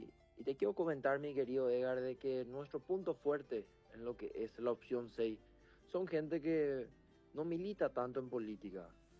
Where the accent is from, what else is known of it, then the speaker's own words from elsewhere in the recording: Coronel Oviedo, Caaguazú, Paraguay; nosotros somos paraguayos, somos obetenses